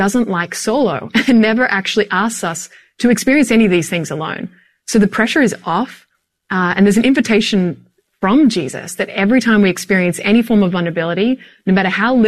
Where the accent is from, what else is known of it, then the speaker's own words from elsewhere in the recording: Australia; moved away; I grew up in Australia